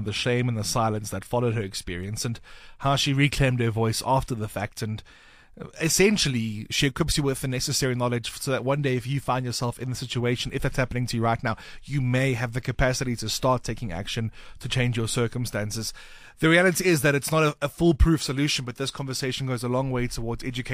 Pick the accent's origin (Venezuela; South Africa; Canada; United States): South Africa; you have an obligation as a South African to do the right thing and to take part in the process of healing our country.